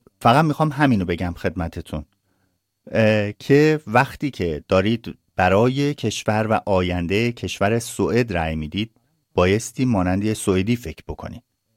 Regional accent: Iran; now in Sweden; ما که ایرانی هستیم،

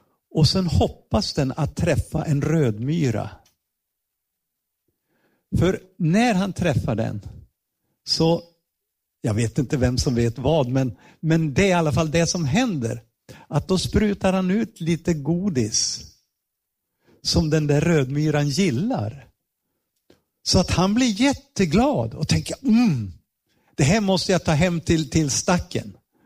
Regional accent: Ludvika, Dalarna County, Sweden; För vi växte upp i Ludvika. Nästan grannar med varandra.

